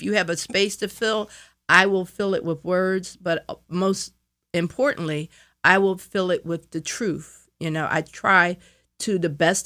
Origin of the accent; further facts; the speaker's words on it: Philadelphia, Pennsylvania, United States; I grew up in West Philadelphia, 52nd and Wyalusing, and 60th and Catherine.